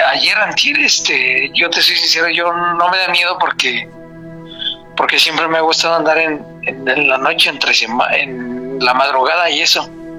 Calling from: Mexico City, Mexico; de la Ciudad de México.

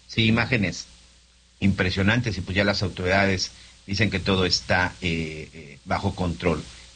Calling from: Guadalajara, Jalisco, Mexico; Buenos días, Javier, Miguel. … de Guadalajara.

